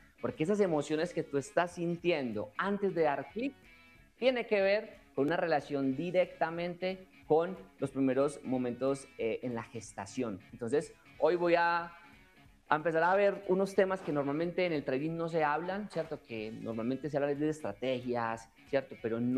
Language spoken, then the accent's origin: Spanish; Colombia; vengo de Colombia, bueno, que mi acento me revela, vengo de Colombia de un contexto de mucha violencia.